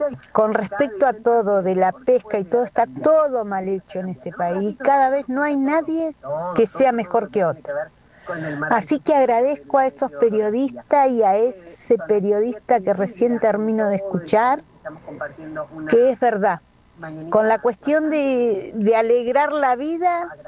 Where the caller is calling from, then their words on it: Argentina; soy argentina hasta la muerte.